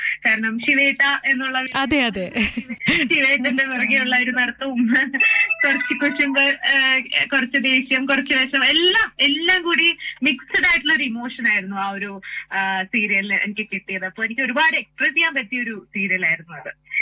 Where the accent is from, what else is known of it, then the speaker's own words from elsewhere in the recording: Thiruvananthapuram, Kerala, India; എന്റെ നാട് ട്രിവാൻഡ്രം ആണ്, ഹസ്ബൻഡിന്റെ നാട് പന്തളമാണ്.